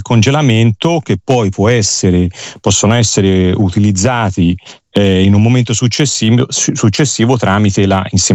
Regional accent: Tuscany, Italy; Io vengo dalla Toscana, quindi sono contentissimo che la mia regione abbia già si sia già attivata in questo senso

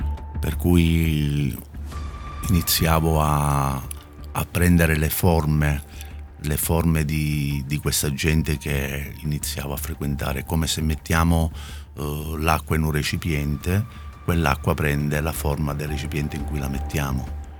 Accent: Catania, Sicily, Italy; also born or lived in Milan; io sono nato a Milano ma sono cresciuto già dalla tenera età a Catania, che come sappiamo è una città ad alta densità di criminalità. Vengo appunto da un quartiere cosiddetto tra virgolette caldo

